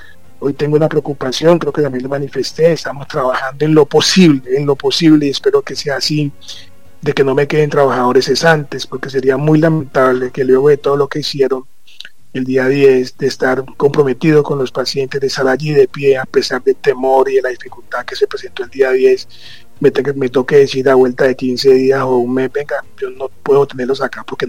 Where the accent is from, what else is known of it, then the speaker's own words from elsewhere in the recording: Buenaventura, Valle del Cauca, Colombia; Yo soy de Buenaventura